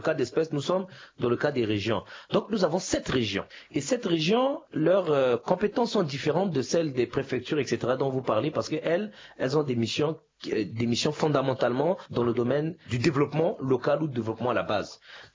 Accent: Central African Republic; en tant que Centrafricain

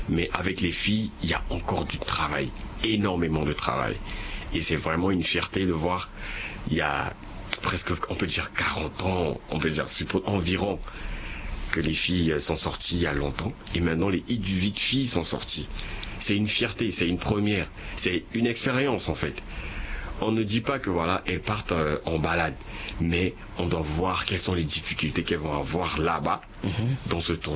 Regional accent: Comoros; Comme vous voyez, j'ai un t-shirt mini basket, je viens du Comore.

